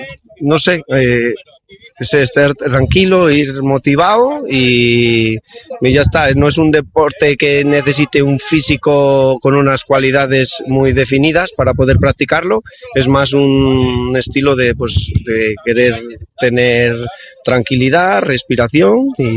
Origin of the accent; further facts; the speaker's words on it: Cantabria, Spain; Y yo, que por ejemplo somos de Cantabria